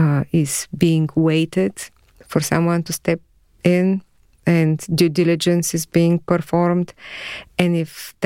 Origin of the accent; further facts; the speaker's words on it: Bulgaria; English is a second language; moved away; I've lived here more than the time that I've lived in Bulgaria. I don't hear my accent.